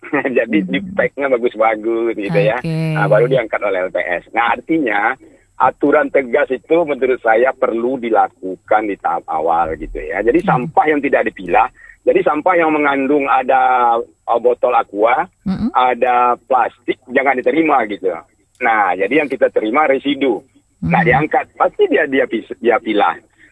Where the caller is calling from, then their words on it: West Sumatra, Indonesia; kita orang Minang